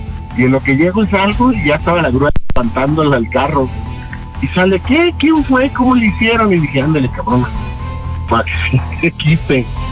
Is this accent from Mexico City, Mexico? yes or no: no; Torreón, Coahuila, Mexico; Sí, de Torreón, mi rey.